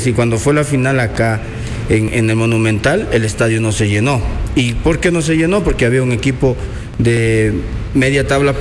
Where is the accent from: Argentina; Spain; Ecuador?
Ecuador